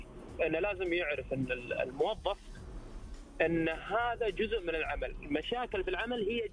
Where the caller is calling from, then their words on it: Riyadh, Riyadh Province, Saudi Arabia; من الرياض.